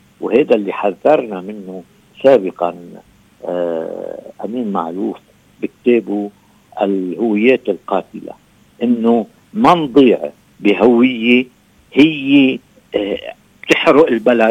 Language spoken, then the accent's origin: Arabic; Lebanon; نحن كشعب لبناني